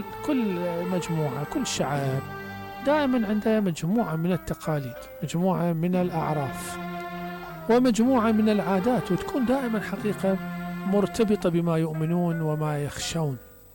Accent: Iraq; بلادنا الحبيبة، بلاد ممتدة وضاربة في عمق التاريخ

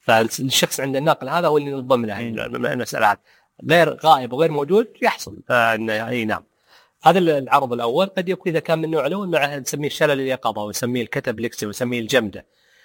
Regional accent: Saudi Arabia

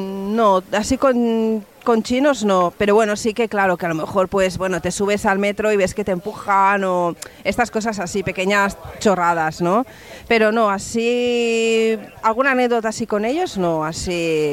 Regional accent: Catalonia, Spain; Bueno, somos catalanes, ¿no?

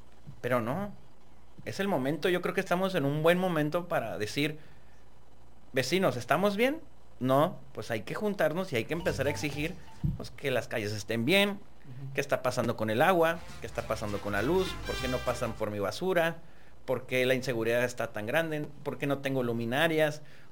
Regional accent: Tijuana, Baja California, Mexico; Yo nací en Tijuana, fui creado en Tijuana, así siempre les digo. Yo nací en Tijuana, fui criado y creado en Tijuana. Mis papás vienen de otros estados, pero yo soy 100% orgulloso tijuanense.

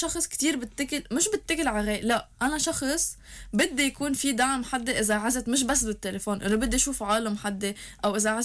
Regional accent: Lebanon

